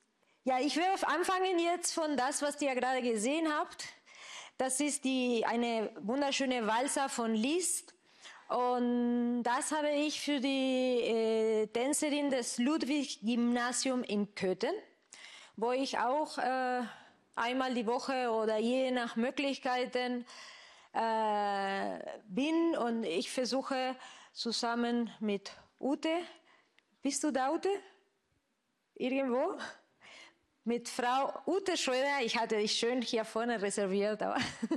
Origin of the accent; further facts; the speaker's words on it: Argentina; German is a second language; moved away; ich komme aus Argentinien.